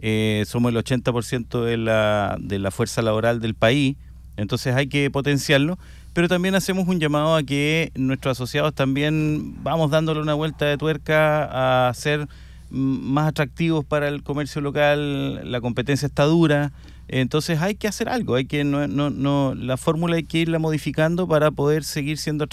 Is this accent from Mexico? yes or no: no; Chile